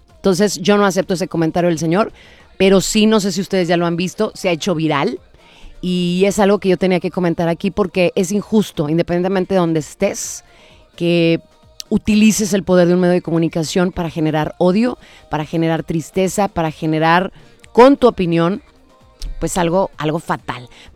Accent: Mexico; soy una mexicana

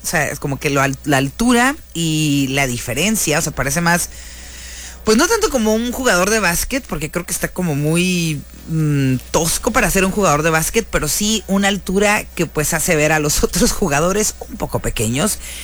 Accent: Mexico; nosotros por ejemplo, pues cuando vamos como mexicanos que vamos a otro país

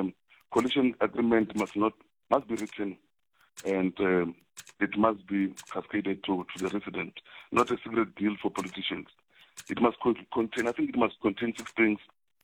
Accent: Polokwane, Limpopo, South Africa; I was born and raised in Polokwane. My children walk the streets of Polokwane on a daily basis. I'm not a parachute candidate.

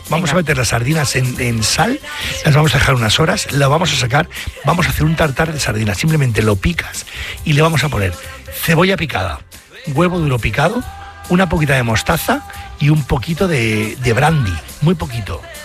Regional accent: Venezuelan Andes, Venezuela; es que soy un gocho.

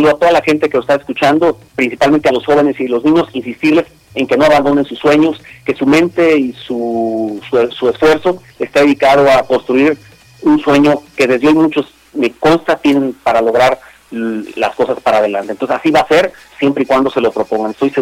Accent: Mexico; now in Colima, Mexico; para nosotros como mexicanos

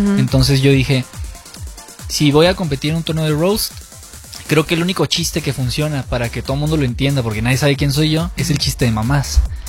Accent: Tijuana, Baja California, Mexico; Soy de Tijuana, Baja California. ¡Viva Tijuana!

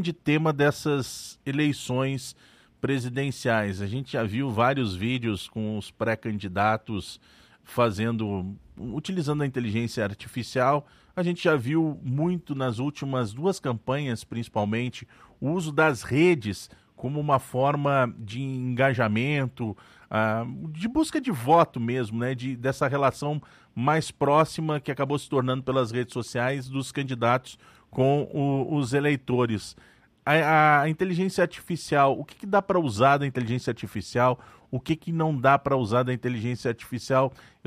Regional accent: Porto Alegre, Rio Grande do Sul, Brazil; moved away as an adult; now in Brasília, Brazil; eu sou de Porto Alegre e via muito isso lá, e aqui em Brasília, já estou há quase 20 anos

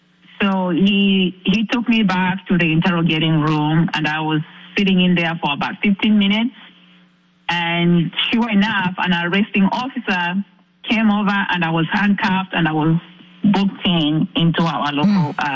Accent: Zambia; I'm not a U.S. citizen. I'm from Zambia, Africa.

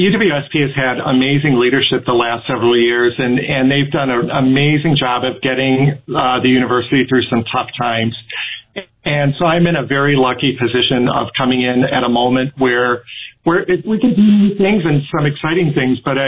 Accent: Wisconsin, United States; I have, but I'm from Wisconsin, and so it's easy for me to fall into it. You know, my vowels are getting bigger.

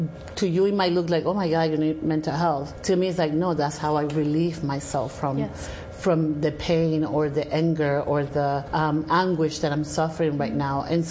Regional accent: Puerto Rico

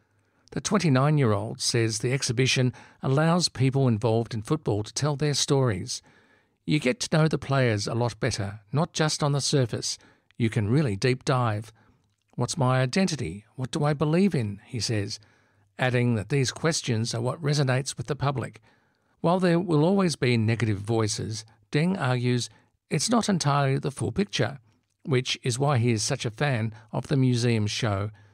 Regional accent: Melbourne, Victoria, Australia; We grew up near the Botanic Gardens in Melbourne and were always climbing the pine trees.

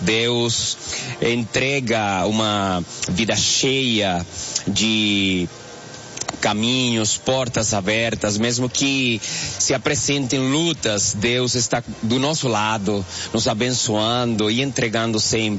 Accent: Venezuela; Portuguese is a second language; Sou venezuelano.

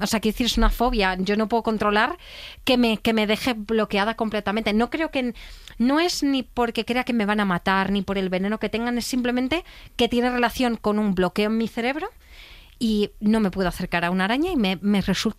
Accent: Costa Rica; Yo vengo de Costa Rica de ver arañas y a mí no se me ha pasado.

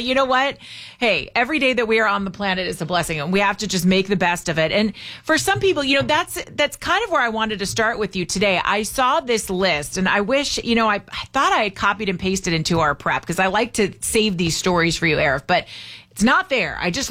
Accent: California, United States; I was born and raised in California. I would love to stay here and spend the rest of my life in California.

